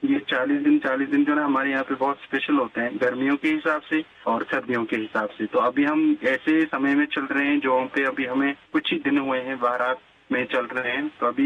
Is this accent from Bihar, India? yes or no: no; Jammu and Kashmir, India; तब तो हम कश्मीरी लोग भी जैसे आपके वहाँ पे आते हैं घूमने, हम भी यहाँ पे